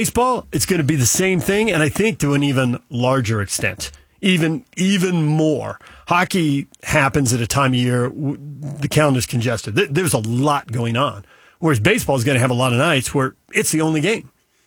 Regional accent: San Diego, California, United States; moved away; Growing up in San Diego

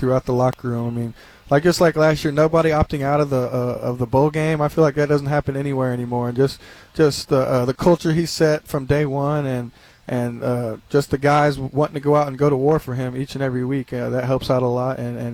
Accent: Houston, Texas, United States; come back and play in my hometown

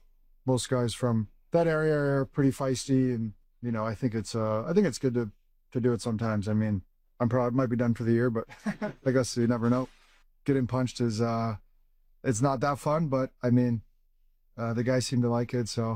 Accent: the Maritimes, Canada; I grew up in the Maritimes. It's pretty gritty.

